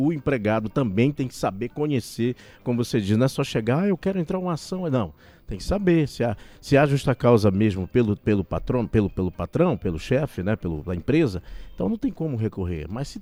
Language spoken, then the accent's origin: Portuguese; Brazil